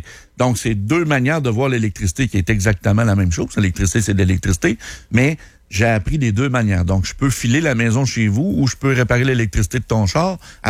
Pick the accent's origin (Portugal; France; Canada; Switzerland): Canada; Quebec City, Quebec; also born or lived in Val-Bélair; Moi, je suis né à Québec.